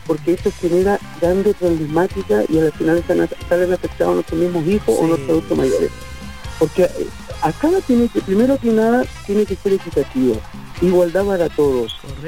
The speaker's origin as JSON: {"language": "Spanish", "region": "Antofagasta", "country": "Chile", "said": "mi pueblo, yo siendo un atacameño"}